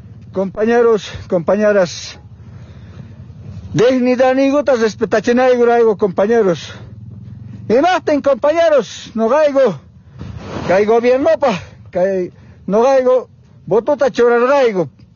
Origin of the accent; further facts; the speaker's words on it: Bolivia; Por eso tenemos derecho a salir a esta carretera para defender a nuestro país como bolivianos, como campesinos, compañeros.